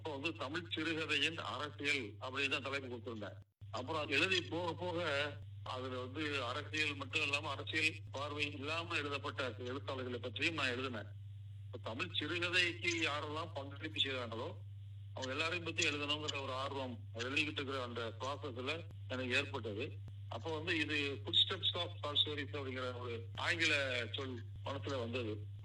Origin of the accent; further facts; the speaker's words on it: Nanmeni Mettupatti, Tamil Nadu, India; also born or lived in Nagalapuram; நான் பிறந்த ஊர் வந்து நாகலாபுரம். அப்பா ஊர் வந்து நன்மேனி மேட்டுப்பட்டி விருதுநகர் மாவட்டத்தில் இருக்கிற ஊரு. என்னுடைய இளமை காலம் முழுவதும் நான் நன்மேனி மேட்டுப்பட்டியில தான் நான் இருந்தேன்.